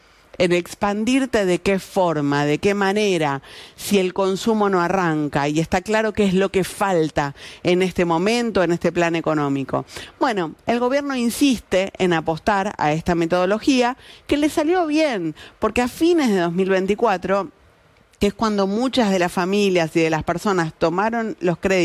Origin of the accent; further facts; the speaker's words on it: Lomas de Zamora, Buenos Aires Province, Argentina; Muy buenas desde Lomas de Zamora, gracias por estar, gran programa. Besos a mi tierra natal, a Lomas de Zamora.